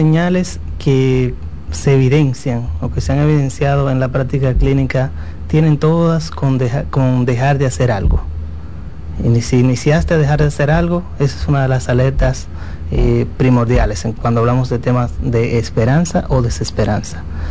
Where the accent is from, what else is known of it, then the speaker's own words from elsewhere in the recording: Dominican Republic; nosotros como dominicanos